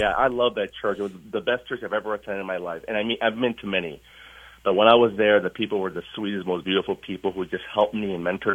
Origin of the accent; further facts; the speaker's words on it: Rochester, New York, United States; moved away as an adult; I grew up in Rochester, New York.